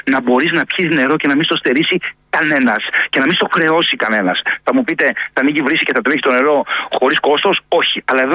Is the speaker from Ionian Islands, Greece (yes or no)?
yes; Ionian Islands, Greece; σα μιλήσω για την ιδιαίτερη πατρίδα μου, την Κεφαλονιά και την Ιθάκη.